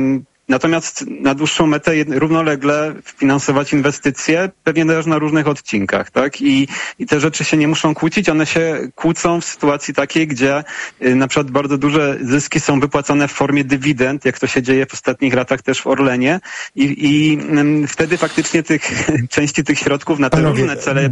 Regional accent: Kraków, Lesser Poland, Poland; ja akurat pochodzę z Krakowa

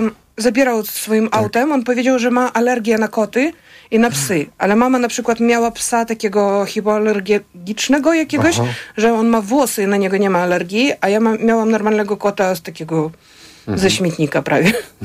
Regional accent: Dnipro, Dnipropetrovsk Oblast, Ukraine; born there; Polish is a second language

